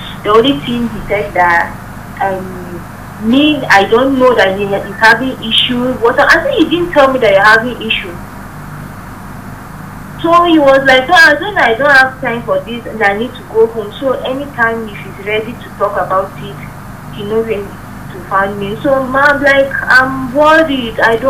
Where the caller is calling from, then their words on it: Nigeria; I'm calling from Abattoir.